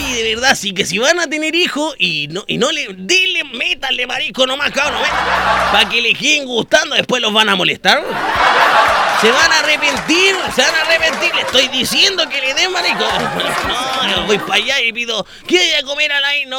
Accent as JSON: {"language": "Spanish", "country": "Chile", "said": "sería buenísimo para nosotros como los chilenos tener una vacuna así, y no, y que salga de Chile, pues, cabrón."}